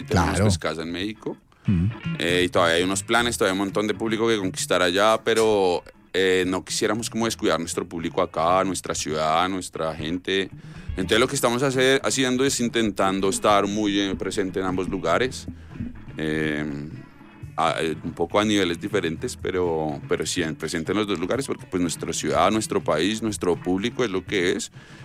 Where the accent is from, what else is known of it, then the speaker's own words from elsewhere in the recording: Bogotá, Colombia; moved away; Yo siento que soy más colombiano, siento que soy más rolo allá. Ay. Que allá caigo en cuenta de todo lo que soy, consecuencia de mi ciudad